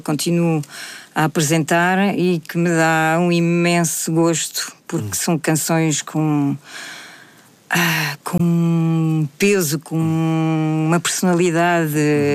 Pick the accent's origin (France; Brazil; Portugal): France; Logo eu que vim de França, uhum. não é? E que de repente pego na língua portuguesa